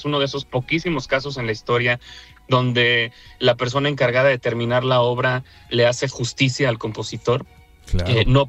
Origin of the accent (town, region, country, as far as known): Guanajuato, Mexico; born there